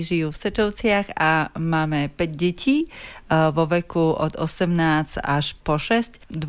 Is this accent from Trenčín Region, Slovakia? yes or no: no; Osečovce, Prešov Region, Slovakia; teda ja som z Osečoviec